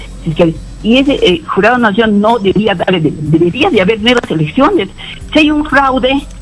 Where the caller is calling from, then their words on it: Puno, Peru; Yo llamo de Puno.